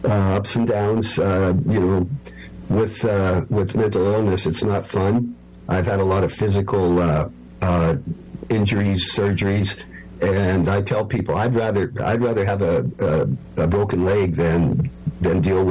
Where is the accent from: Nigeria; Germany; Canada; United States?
Canada; I know, but it was American beer, and I'm Canadian, so